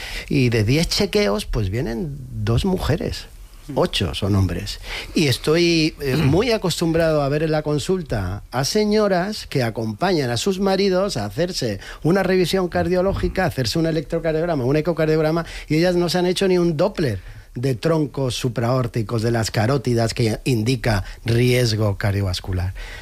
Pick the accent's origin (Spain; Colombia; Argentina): Spain; Jaén, Andalusia; En mi tierra, en Jaén, me regañaron un día porque dije...